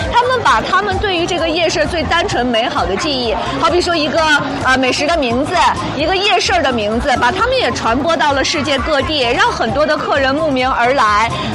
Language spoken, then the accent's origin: Chinese; Northeast China, China; 我们东北人